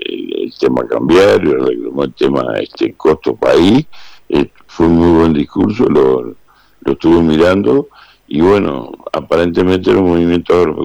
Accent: San José, Uruguay; yo soy oriundo de San José

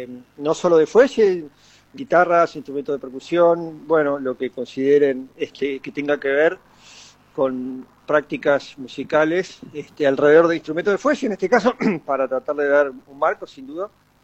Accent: Montevideo, Uruguay; yo soy de Montevideo

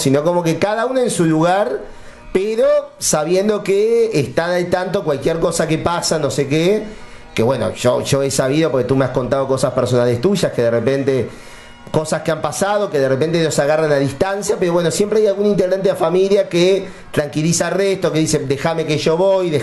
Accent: Uruguay; Porque viste que el uruguayo no es tan abierto como el argentino. Somos más cerraditos.

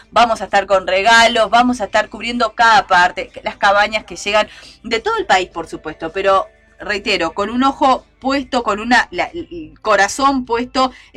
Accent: Canelones, Uruguay; Somos canarios, somos la radio de El Prado. Siempre nuestro objetivo fue mostrarte el Prado con ojos canarios.

